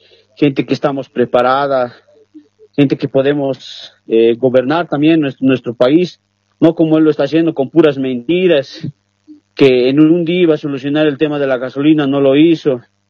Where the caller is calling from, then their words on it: El Alto, La Paz, Bolivia; Le hablo de acá, de la ciudad del Alto, La Paz.